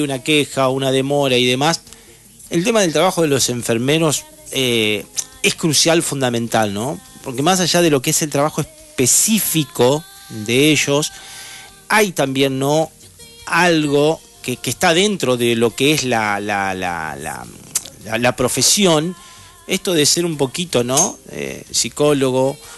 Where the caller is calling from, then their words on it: Loma Hermosa, Buenos Aires Province, Argentina; de Loma Hermosa, San Martín, Buenos Aires. Te comento que aquí en Loma Hermosa, San Martín, tenemos una tarde con un sol radiante espectacular.